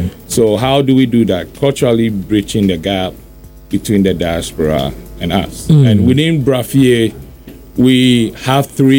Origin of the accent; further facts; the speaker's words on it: Ghana; Talinsi tribe, which is I grew up in Ghana.